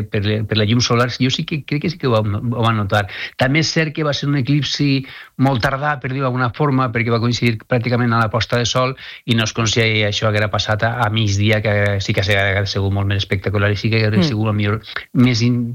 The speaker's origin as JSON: {"language": "Catalan", "town": "Alcoy", "region": "Valencian Community", "country": "Spain", "said": "jo soc d'Alcoi"}